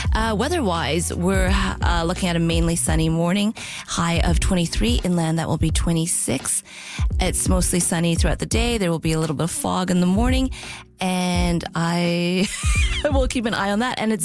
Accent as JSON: {"language": "English", "region": "Ontario", "country": "Canada", "moved": "yes", "lives_now": "British Columbia, Canada", "said": "I am from Ontario"}